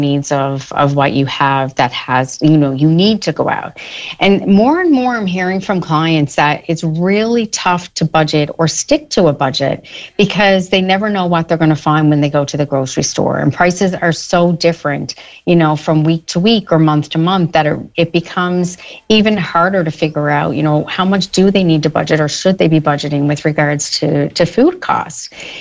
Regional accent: Newfoundland and Labrador, Canada; So as every Newfoundlander and Labradorian knows, we often find ourselves paying even more than other parts of the country.

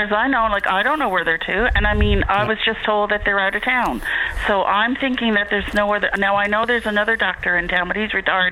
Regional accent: Wabush, Newfoundland and Labrador, Canada; I grew up in Wabash myself. I mean, it was a lovely town. I had a great life. I'm coming back for 3 years now. There's one grocery store between two towns. There's no gas station in Wabash.

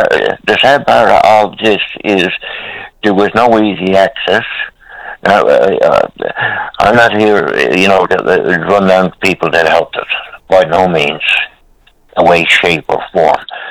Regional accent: Newfoundland and Labrador, Canada; I would have got help a lot quicker than I actually got as a Newfoundlander. Whatever, you know, as a Canadian, whatever, a second class citizen or what?

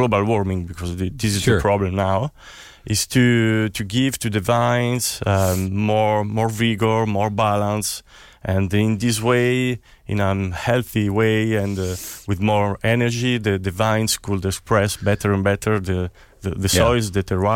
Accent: Bordeaux, Nouvelle-Aquitaine, France; also born or lived in Tuscany; now in Italy; Yeah, but I was born in Tuscany. Yeah. Not in this part of Tuscany, in the middle of Tuscany, between Florence and Arezzo. And then I moved when I was young in Bordeaux for 18 years. And now I come back in Tuscany

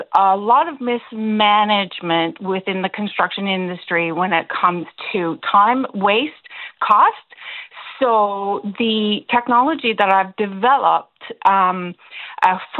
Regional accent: Bonavista, Newfoundland and Labrador, Canada; I got the help of my hometown of Bonavista and my entire family on both sides

